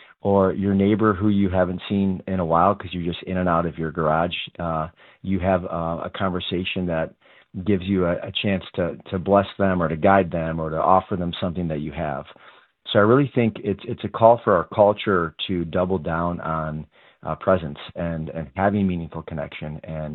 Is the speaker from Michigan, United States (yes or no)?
yes; Michigan, United States; I'm grateful to be starting here in my hometown of Michigan